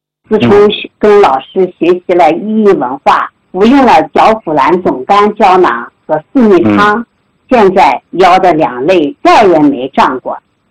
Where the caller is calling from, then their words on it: Shihezi, Xinjiang, China; 我是来自新疆的老学员，